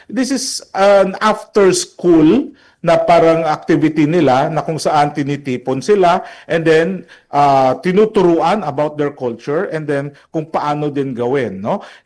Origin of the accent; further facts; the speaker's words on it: Soccsksargen, Philippines; Kasi nga, ang biruan na lang dito diyan sa amin sa Mindanao, ang problema kasi nga